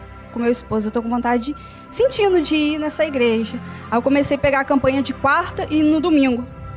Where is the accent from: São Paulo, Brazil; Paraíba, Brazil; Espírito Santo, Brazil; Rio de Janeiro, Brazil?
Espírito Santo, Brazil; now in Minas Gerais, Brazil; Aí Deus me trouxe para cá, né, para Minas, que eu sou do Espírito Santo.